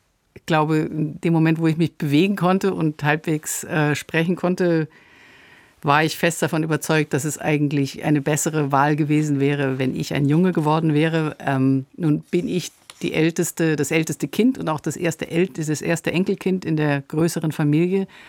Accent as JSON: {"language": "German", "town": "Munich", "region": "Bavaria", "country": "Germany", "tie": "born or raised there", "said": "Schwabing. Ich bin am Luitpoldpark aufgewachsen."}